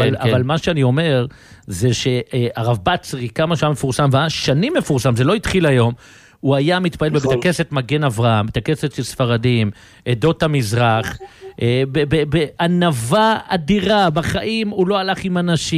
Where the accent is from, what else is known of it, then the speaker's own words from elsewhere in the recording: Jerusalem, Jerusalem District, Israel; שאני גדלתי בשכונת קריאת סנס בירושלים, איפה שאבי מימרן, ידידנו גדל גם